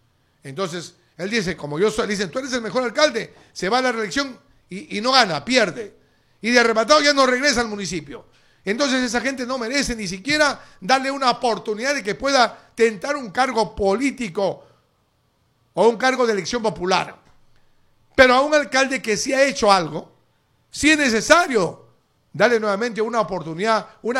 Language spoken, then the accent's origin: Spanish; Peru; que van a servir para el desarrollo de nuestra capital peruana.